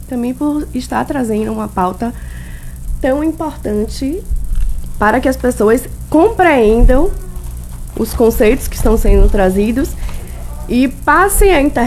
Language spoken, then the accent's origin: Portuguese; Salvador, Bahia, Brazil; Sim, fui criada em Salvador.